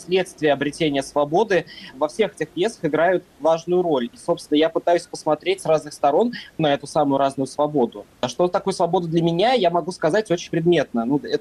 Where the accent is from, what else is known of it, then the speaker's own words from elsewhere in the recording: Russia; born there; И я первый, кто родился в России в 92 году, когда моя мать только переехала в Россию после гражданской войны в Таджикистане.